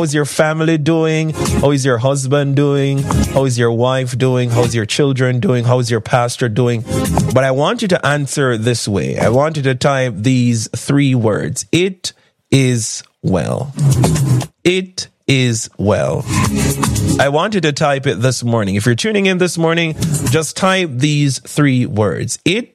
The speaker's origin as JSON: {"language": "English", "town": "Scotts Pass", "region": "Clarendon", "country": "Jamaica", "lives_now": "Irvington, United States", "said": "I'm from Scotts Pass, but I am living in Irvington."}